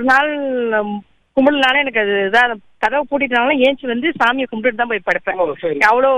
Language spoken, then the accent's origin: Tamil; Melapadi, Tamil Nadu, India; Melapadi.